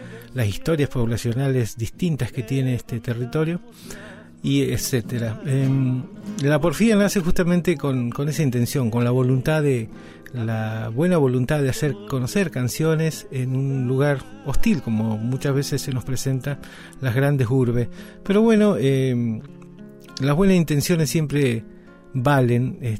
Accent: Esquel, Chubut, Argentina; born there

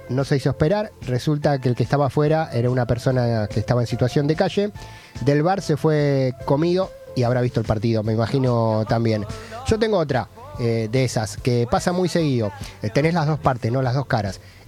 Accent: Argentina; Un ejemplo de los solidarios que somos los argentinos.

